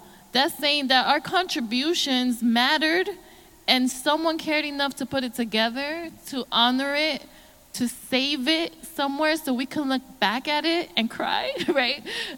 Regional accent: New York City, New York, United States; growing up in Williamsburg, Brooklyn

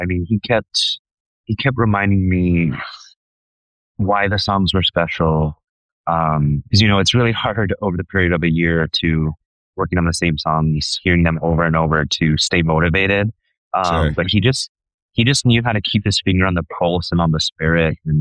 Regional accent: Phoenix, Arizona, United States; born there; moved away as an adult; also born or lived in El Paso, Texas; now in Austin, United States; Born and raised in El Paso, but I was essentially growing up in Phoenix.

